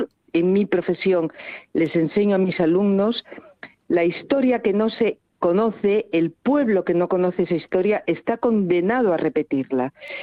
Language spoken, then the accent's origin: Spanish; Asturias, Spain; como mujer, como asturiana, como española que cree en la democracia